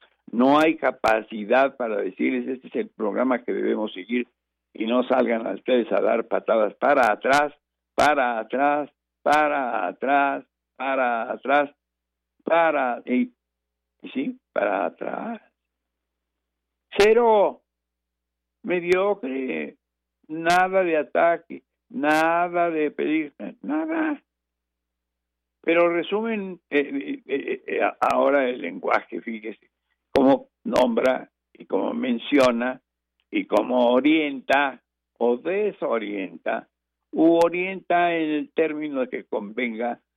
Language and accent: Spanish; Mexico